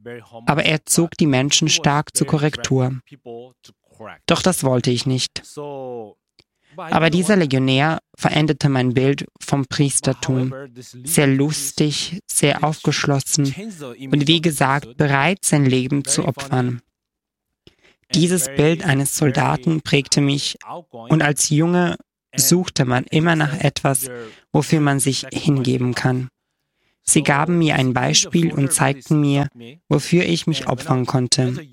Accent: South Korea; German is a second language; Zuerst fragte ich mich, warum sollte ich Latein lernen? Als Koreaner ist Latein sehr fern.

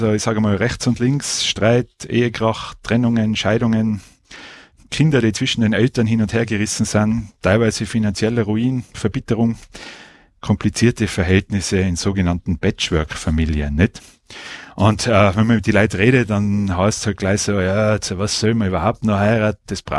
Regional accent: Innsbruck, Tyrol, Austria; also born or lived in Leoben; Ich bin in Innsbruck geboren und aufgewachsen. Nach dem Gymnasium hat es mich in die Steiermark verschlagen, auf die Montanuni in Leoben. Da habe ich meinen Diplom-Ingenieur gemacht und seit dem Studium bin ich wieder in Tirol.

